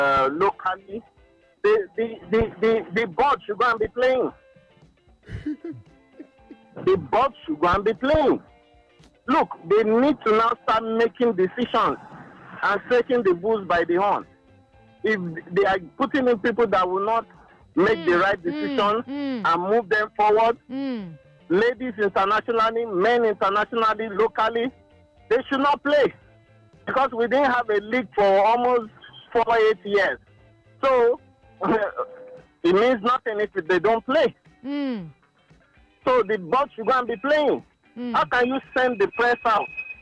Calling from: Lagos, Nigeria; I'm calling in from Lagos.

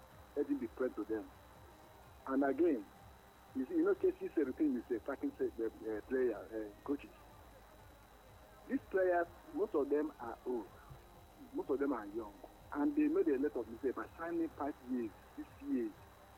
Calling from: Anambra, Nigeria; going to Bolola. I'm going from Anambra State.

